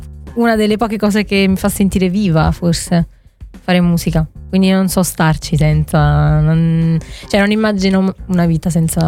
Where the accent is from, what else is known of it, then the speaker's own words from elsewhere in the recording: Caserta, Campania, Italy; moved away as an adult; also born or lived in Rome; now in Milan, Italy; io sono di Caserta.